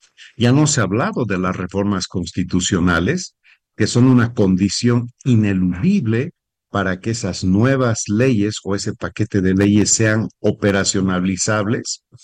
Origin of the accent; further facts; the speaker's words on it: Bolivia; Necesitamos definir como bolivianos qué horizonte vamos a tratar de aquí en adelante.